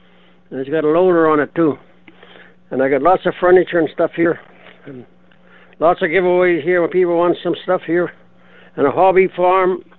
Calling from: Manitoba, Canada; I'm calling from rainy Interlake.

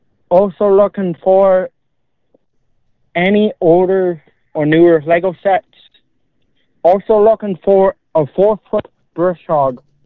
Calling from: Manitoba, Canada; I'm calling from Langmuir, Manitoba.

